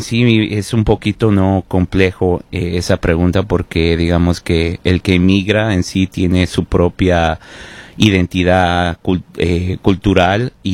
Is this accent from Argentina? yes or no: no; Mexico; now in Washington, United States; ¿Soy mexicano o soy más de aquí?